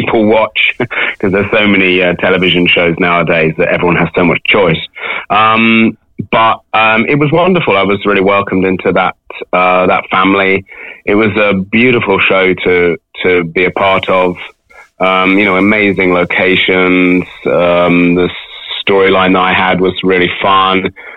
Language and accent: English; Sheffield, Yorkshire and the Humber, United Kingdom; born there